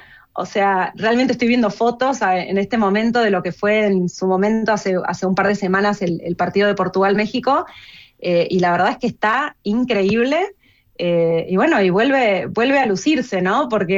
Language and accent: Spanish; Buenos Aires, Argentina; moved away as an adult; now in Kansas, United States; Kansas es un lugar increíble para vivir, o sea, es muy tranquilo, siendo argentina y habiendo vivido en Buenos Aires gran parte de mi vida, la verdad que es un contraste enorme